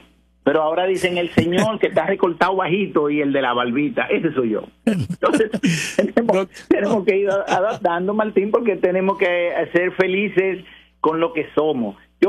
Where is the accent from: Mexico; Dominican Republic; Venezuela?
Dominican Republic; now in Puerto Rico; yo amo mi país, mi país de origen, República Dominicana, mi país adoptivo. Yo le agradezco tanto a Puerto Rico